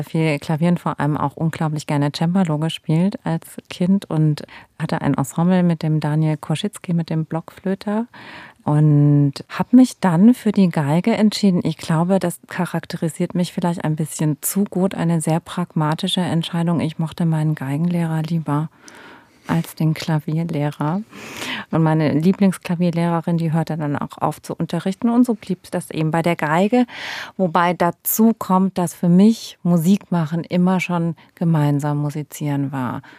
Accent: Heilbronn, Baden-Württemberg, Germany; ich bin ja gebürtige Heilbronnerin

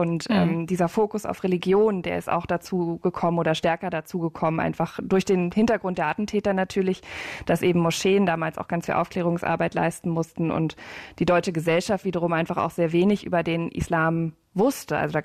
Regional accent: Berlin, Germany; Ich bin ja in Berlin aufgewachsen, ich war 7, ich war in einer Turnhalle in Treptow

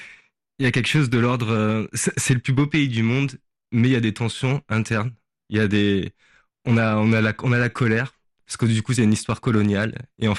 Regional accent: Nouméa, New Caledonia; en grandissant en Calédonie

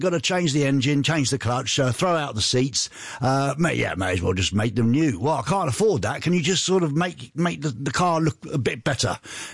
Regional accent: South East England, United Kingdom; Not many people know that I come from the Isle of Wight. Because normally people ask me, are you English? Yeah. Where do you come from? London.

